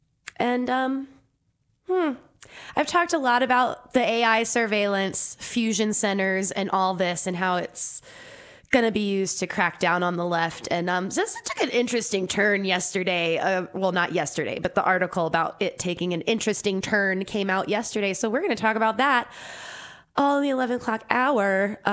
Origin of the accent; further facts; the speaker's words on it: Deep South, United States; moved away; my hometown in the deep south.